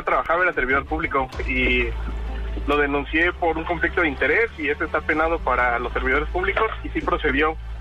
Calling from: Coyoacán, Mexico City, Mexico; Soy tu vecino … de aquí de Coyoacán, por Avenida México y Londres.

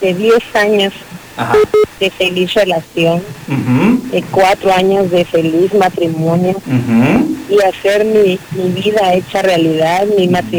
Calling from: Tapachula, Chiapas, Mexico; De aquí, de Framboyanes.

